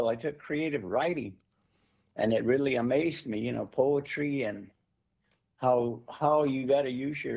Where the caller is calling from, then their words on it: Gila River Indian Community, Arizona, United States; I am calling from Arizona, from the Hilo River Indian Community.